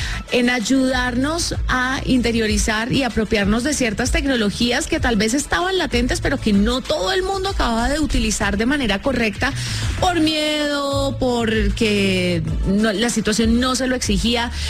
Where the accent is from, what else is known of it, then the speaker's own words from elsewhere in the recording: Colombia; como en nuestro querido país Colombia